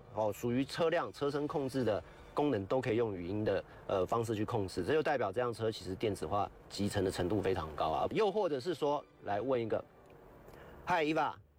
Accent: Taiwan; 我们台湾人

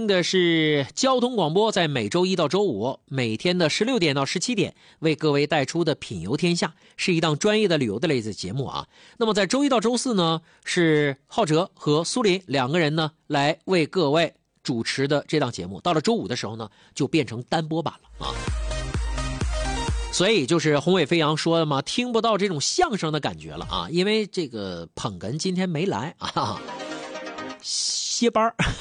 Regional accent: Dalian, Liaoning, China; 对于大连的朋友来说的话呢兴致不高，因为我们就是海边长大

